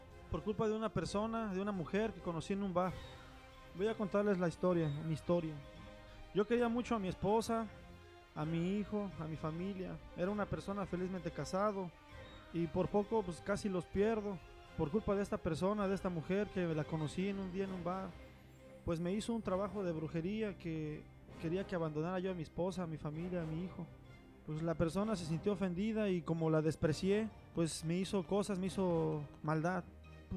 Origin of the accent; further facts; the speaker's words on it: Cancún, Quintana Roo, Mexico; Yo vengo de la ciudad de Cancún.